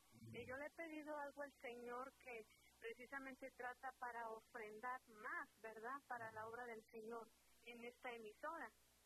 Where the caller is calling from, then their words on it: Bridgeport, Connecticut, United States; De Bridgeport, Connecticut.